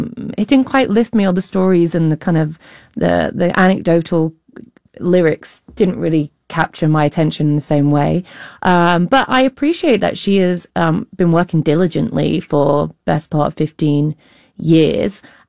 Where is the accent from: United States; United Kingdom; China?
United Kingdom; Doncaster, Yorkshire and the Humber; born there; also born or lived in London; moved from London to Doncaster, and then also being mixed myself